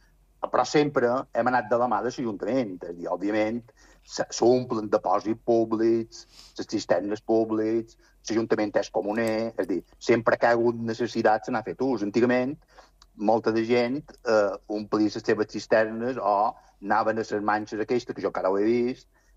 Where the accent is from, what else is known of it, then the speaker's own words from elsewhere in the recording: Alaró, Balearic Islands, Spain; tinc ja 63 anys i he nascut a l'Heroi